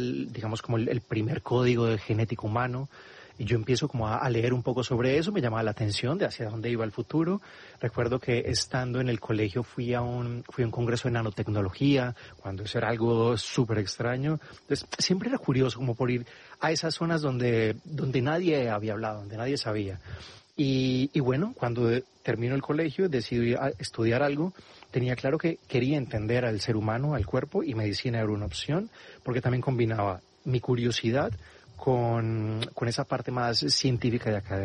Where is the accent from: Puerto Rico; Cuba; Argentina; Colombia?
Colombia; Medellín, Antioquia; born there; also born or lived in Marinilla / Manizales / Turbo / Montería; yo nací en Medellín, después de eso mis padres se fueron a Marinilla, que es haz de cuenta como decir, vivo en la sierra, y ahí vivimos yo creo que los primeros años de mi vida. Luego de eso pasamos a Manizales, a Turbo, Urabá, y luego a Montería